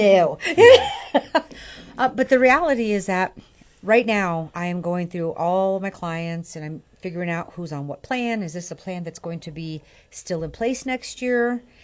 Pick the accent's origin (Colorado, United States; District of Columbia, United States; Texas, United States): Colorado, United States; Well, I'm licensed in California. You know, Colorado's my home state, but I'm licensed in about 11, 12 other states.